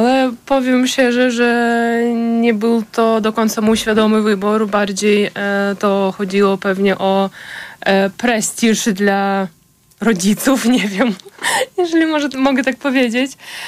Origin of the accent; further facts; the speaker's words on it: Ukraine; first language Russian; Polish is a second language; now in Poland; Po ukraińsku jest mi ciężko, bo jestem z miejsca, pochodzę z miejsca, gdzie całe życie rozmawiałam po rosyjsku